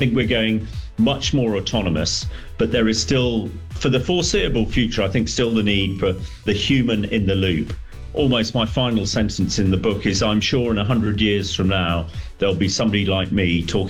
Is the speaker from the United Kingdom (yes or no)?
yes; Dorset, South West England, United Kingdom; I grew up in Dorset.